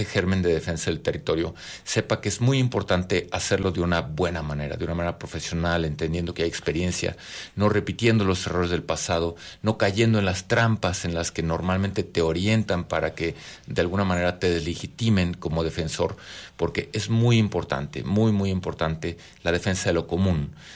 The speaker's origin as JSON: {"language": "Spanish", "town": "Guadalajara", "region": "Jalisco", "country": "Mexico", "tie": "born there", "also_born_or_lived": "Puerto Vallarta", "said": "Mira, nosotros nacimos aquí en Guadalajara, nos conocimos en el 92, nos casamos en el 95. En el 96 nos fuimos a Puerto Vallarta"}